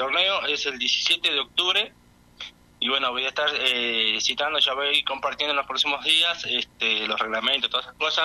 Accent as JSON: {"language": "Spanish", "region": "Santiago del Estero", "country": "Argentina", "accent": "northern", "moved": "as an adult", "lives_now": "Yala Laubat, Argentina", "said": "yo estoy acá en la zona de la meseta, bueno, soy de Santiago del Estero, ya me saco la tonada. Estoy acá en Yala Laubat hace 2 años."}